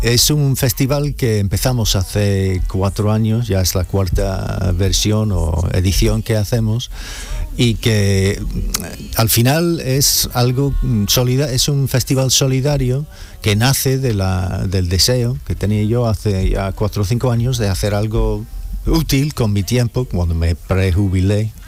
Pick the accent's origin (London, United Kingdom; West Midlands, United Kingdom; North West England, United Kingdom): North West England, United Kingdom; Liverpool; now in Spain; Yo soy de Inglaterra, de Liverpool. De Liverpool y de Valentina de la Concepción también.